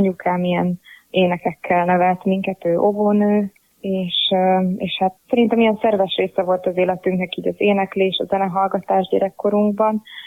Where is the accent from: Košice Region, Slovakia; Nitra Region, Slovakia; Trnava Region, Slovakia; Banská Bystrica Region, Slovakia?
Trnava Region, Slovakia; Šamorín; moved away as an adult; also born or lived in Budapest; now in Hungary; Somorjáról származom, Somorján nőttem fel, ott jártam iskolába, gimnáziumba, majd utána Budapestre kerültem